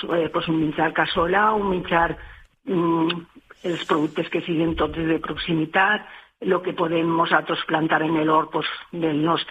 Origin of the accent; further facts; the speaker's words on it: Les Alqueries, Valencian Community, Spain; Nosaltres no som d'ací, som de la Plana, som de les Alqueries.